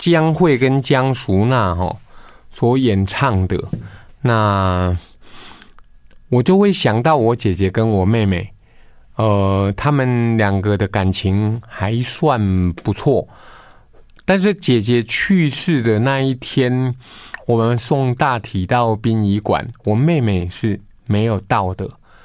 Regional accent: Taichung, Taiwan; 中彰投的听友就知道我台中人，我读卫道的

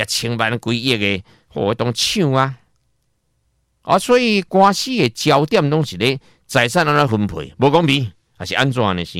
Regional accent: Taiwan; 我们台湾人

